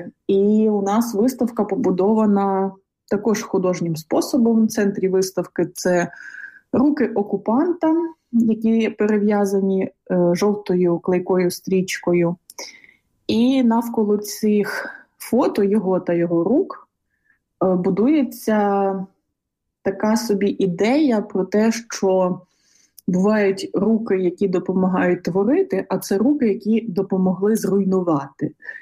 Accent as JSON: {"language": "Ukrainian", "region": "Donbas", "country": "Ukraine", "said": "моя місія – це розповідати про регіони, звідки я родом, і про Донбас в цілому"}